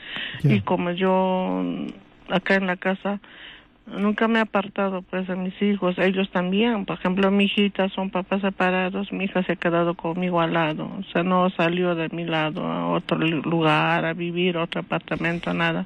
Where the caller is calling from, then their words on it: Arequipa, Peru; De Arequipa